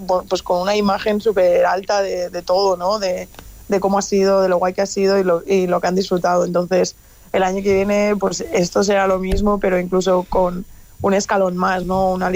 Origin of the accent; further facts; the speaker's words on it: Balearic Islands, Spain; como mallorquina que intento representar lo mejor que puedo mis islas por ahí donde voy